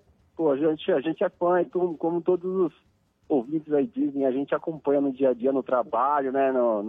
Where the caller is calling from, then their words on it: Guarulhos, São Paulo, Brazil; Eu tô aqui em Guarulhos agora.